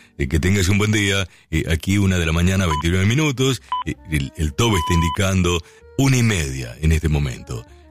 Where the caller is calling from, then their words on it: Gregorio de Laferrere, Buenos Aires Province, Argentina; acá firme, escuchando como todos los fines de semana. Dios lo bendiga. Soy de La Ferrere.